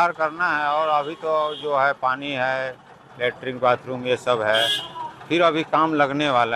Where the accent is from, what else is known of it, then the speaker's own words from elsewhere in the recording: Bihar, India; शिवहर जिला का रहने वाले हैं और 2 साल से हम यहाँ सेवा दे रहे हैं।